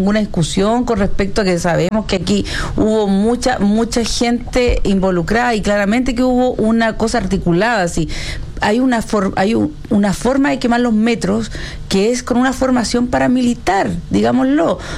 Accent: Chile; ¿por qué no la pusieron para que nosotros, como chilenos, pudiéramos hacer justicia?

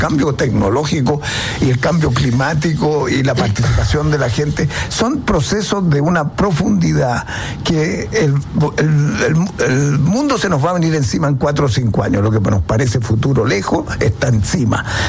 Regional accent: Chile; si no pensamos largo como chilenos, izquierdas y derechas, en cosas clave para el futuro.

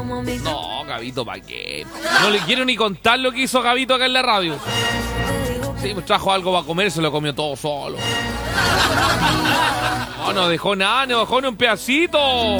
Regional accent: Valdivia, Los Ríos, Chile; Sí, es que yo soy de Valdivia. Voy en Valdivia. Usted sabe que es una ciudad lluviosa, lluviosa, pero lluviosa.

